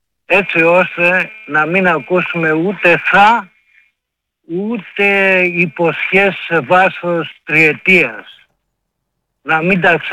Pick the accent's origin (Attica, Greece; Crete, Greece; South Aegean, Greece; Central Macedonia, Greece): Attica, Greece; Eleusis; Εγώ είμαι από την Ελευσίνα.